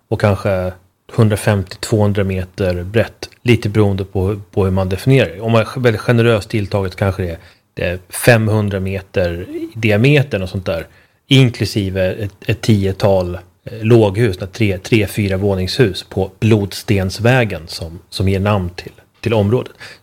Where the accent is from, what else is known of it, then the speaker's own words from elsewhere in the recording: Uppsala, Uppsala County, Sweden; min hemstad Uppsala, utan från min hemstadsdel Eriksberg i Uppsalas sydvästra utkanter. Där är jag född och uppvuxen